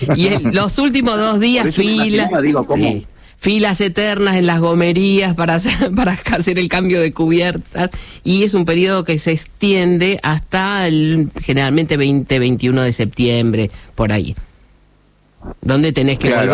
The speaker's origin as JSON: {"language": "Spanish", "region": "Buenos Aires", "country": "Argentina", "moved": "as an adult", "lives_now": "Tierra del Fuego, Argentina", "said": "Sí, soy de Capital Federal y también hace 30 años."}